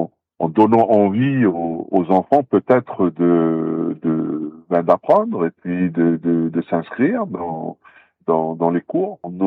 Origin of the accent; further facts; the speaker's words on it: South Province, New Caledonia; on est originaire nous du quartier de Riverstar